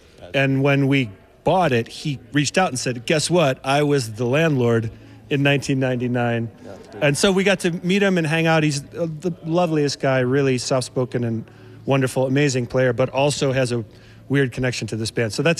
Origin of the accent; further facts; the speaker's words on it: Colorado, United States; I'm from Colorado. I'll shout out Colorado Public Radio